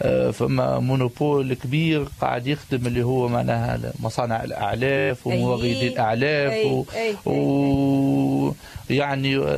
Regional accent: Tunisia

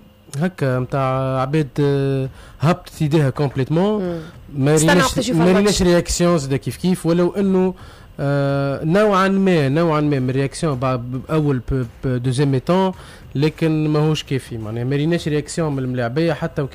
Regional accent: Tunisia; كمواطن تونسي

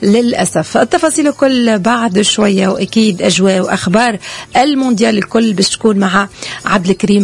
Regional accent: Tunisia

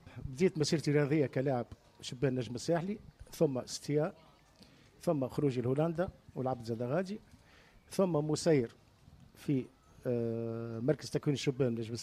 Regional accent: Sousse, Sousse Governorate, Tunisia; also born or lived in Netherlands; عائلتي سوستي

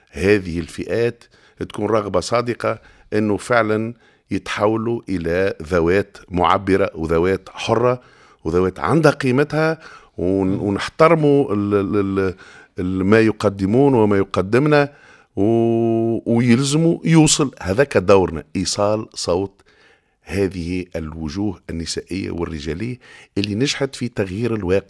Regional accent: El Kef, Kef Governorate, Tunisia; born there; هذيك احنا هذيك بلادنا وهذيك حومتنا وهذاك موطأ معناها القدم وهذاك مسقط الرأس وهذيك الدنيا متاعنا، مهما مشينا ومهما تغربنا هذيك بلادنا ونرجع لها ونبقوا فيها

